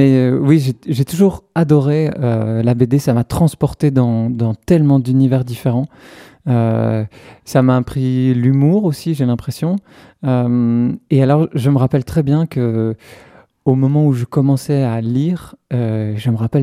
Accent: Braine-le-Comte, Wallonia, Belgium; J'ai grandi à Braine-le-Comte, dans le Hainaut.

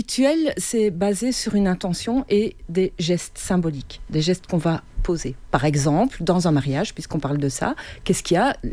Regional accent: Belgium; moved away as an adult; now in Haute-Vallée de l'Aude, France; je suis belge. Donc je débarque dans la Haute-Vallée de l'Aude avec grand plaisir. J'ai grandi dans une pâtisserie-boulangerie

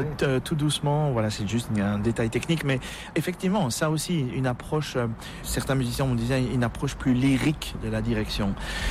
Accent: Belgium; étant donné que je suis belge

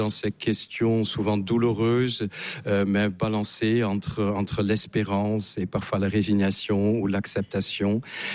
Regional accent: Netherlands; French is a second language; moved away as an adult; now in France; Tout à fait, que je n'ai pas perdu depuis les 35 ans que je suis en France. Je suis néerlandais et donc venu il y a 35 ans en France. J'ai fait une formation à Amsterdam d'universitaire pendant 5 ans

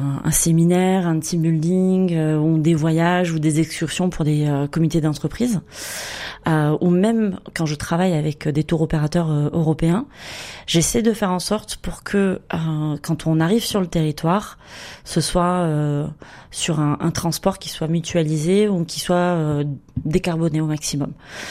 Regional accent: Montpellier, Occitanie, France; also born or lived in London; Alors moi, j'ai grandi à Montpellier Trouver du travail ici, c'était assez compliqué, puisque l'Hérault faisait partie du top 3 du chômage en France.

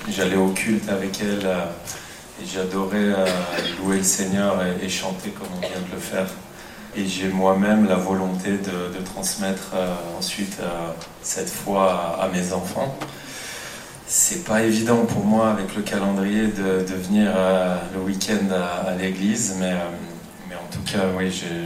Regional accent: Chambéry, Auvergne-Rhône-Alpes, France; also born or lived in Grenoble; Donc, moi, j'ai grandi entre Chambéry et Grenoble. Je suis savoyard, mais à Chambéry.

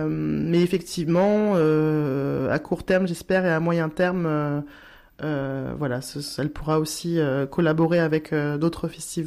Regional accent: Saintes, Nouvelle-Aquitaine, France; je suis originaire de Saintes, j'habite ici, donc c'est vrai que j'ai envie de leur faire découvrir tout notre patrimoine.

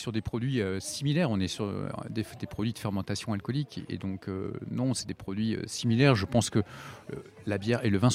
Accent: Belgium; moved away as an adult; now in Ancelle, France; on est belges tous les deux, hein, Valérie aussi. On s'est installé en 2000 à Ancel, alors plutôt par choix de vie hein, au départ.

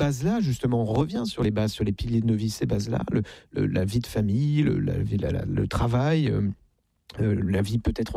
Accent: Versailles, Île-de-France, France; born there

